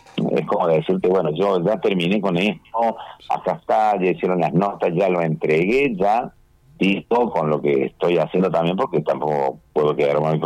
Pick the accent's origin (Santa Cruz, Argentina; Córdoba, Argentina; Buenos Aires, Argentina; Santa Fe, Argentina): Córdoba, Argentina; born there; Sí, yo nací en Córdoba Capital.